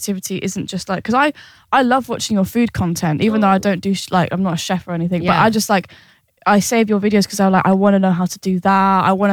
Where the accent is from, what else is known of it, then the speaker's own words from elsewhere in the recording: London, United Kingdom; I grew up in North London.